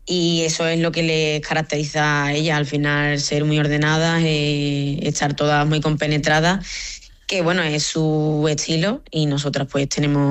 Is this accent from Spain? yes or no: yes; Rota, Andalusia, Spain; moved away; Rota, mi pueblo, siempre me he sentido muy, muy querida y pues a ver qué te digo, es el sitio donde he nacido, donde me he criado, donde pues he ido creciendo tanto futbolísticamente como personalmente